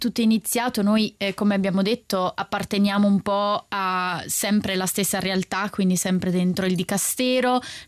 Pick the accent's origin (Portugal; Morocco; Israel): Portugal; Italian is a second language; moved away; io essendo portoghese sto nella redazione in portoghese.